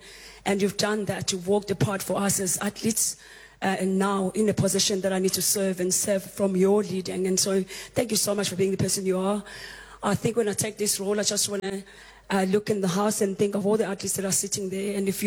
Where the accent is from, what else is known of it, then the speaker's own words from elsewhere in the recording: Hammarsdale, KwaZulu-Natal, South Africa; I come from Hammersdale